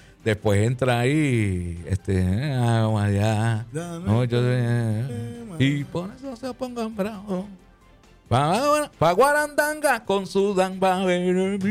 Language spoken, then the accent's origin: Spanish; Puerto Rico; also born or lived in Luquillo, Puerto Rico; Yo soy de acá, de Luquillo, pero yo me crié en Mamelle. Y ahora estoy trabajando en Fajardo.